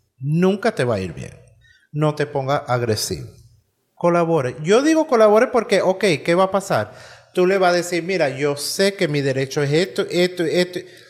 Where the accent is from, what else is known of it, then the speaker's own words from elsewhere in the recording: United States; born there; first language English; Spanish is a second language; Yo nací aquí.